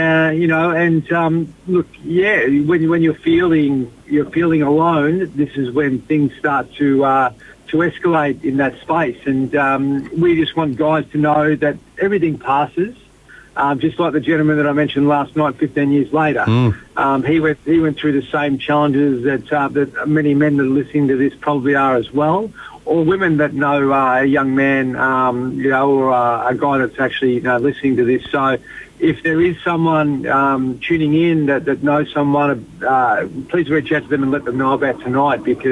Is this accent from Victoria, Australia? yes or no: yes; Horsham, Victoria, Australia; Yeah, I'm originally from Horsham